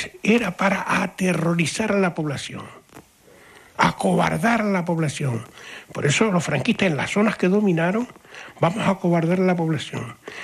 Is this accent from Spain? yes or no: yes; Breña Alta, Canary Islands, Spain; Yo recuerdo el médico de mi pueblo, la Villa de Breñalta